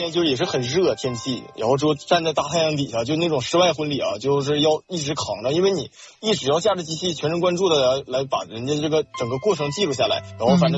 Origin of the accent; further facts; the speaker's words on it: Northeast China, China; accent: Northeastern Mandarin; 像我们东北话来讲